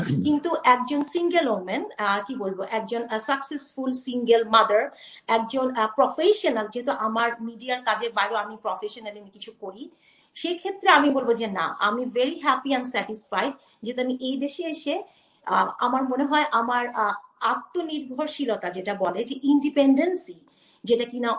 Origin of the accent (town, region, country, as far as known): Bangladesh